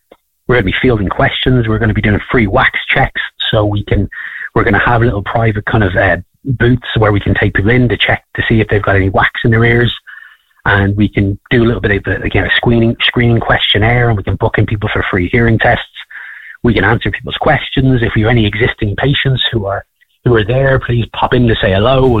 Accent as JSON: {"language": "English", "town": "Wicklow", "region": "Leinster", "country": "Ireland", "said": "I'm from Wicklow originally."}